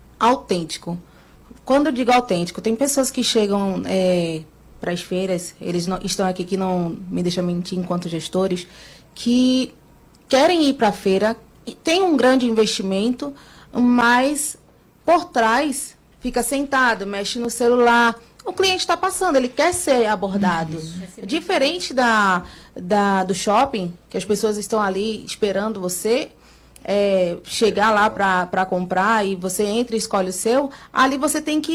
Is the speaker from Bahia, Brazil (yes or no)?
yes; Vitória da Conquista, Bahia, Brazil; Eu sou de Vitória da Conquista, por isso que o nome ele é sugestivo.